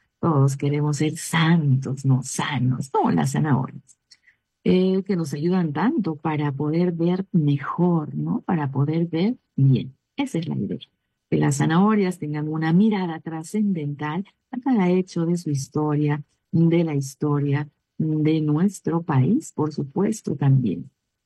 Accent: Peru; una fecha en la que también hoy celebramos un día muy importante como peruanos, ¿verdad? El Día de la Bandera.

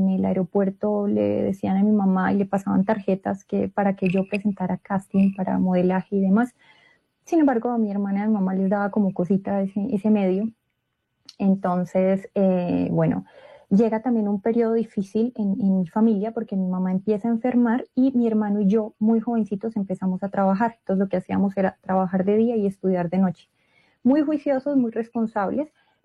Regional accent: Colombia; yo soy colombiana, colombianísima. … madre soltera, católica y activista provida.

